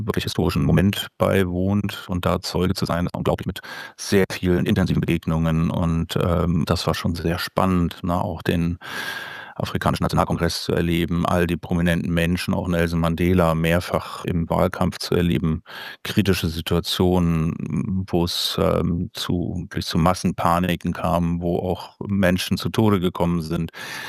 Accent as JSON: {"language": "German", "region": "East Germany", "country": "Germany", "said": "dass ich so in der Grunddimension auch als Ostdeutscher wirklich mit der Wende in Ostdeutschland verglichen habe"}